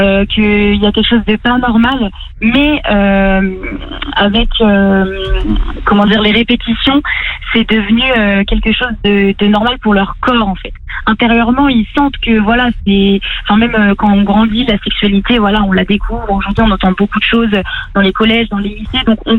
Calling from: Vannes, Brittany, France; j'habite à Vannes et je travaille en tant qu'éducatrice dans la protection de l'enfance depuis 2022 et en ce moment je suis sur Lorient.

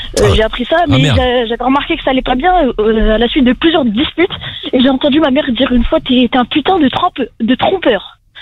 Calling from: Rosny-sous-Bois, Île-de-France, France; Moi, j'habite à Rougny-sous-Bois actuellement.

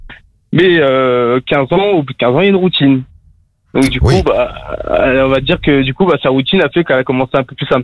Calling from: Paris, Île-de-France, France; moi j'habite en Paris.

